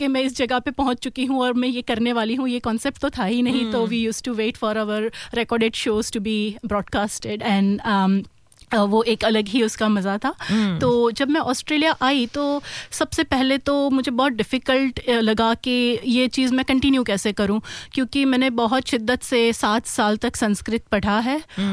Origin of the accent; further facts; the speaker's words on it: Gujarat, India; first language Gujarati; Hindi is a second language; गुजराती क्योंकि वो मेरी मातृभाषा है.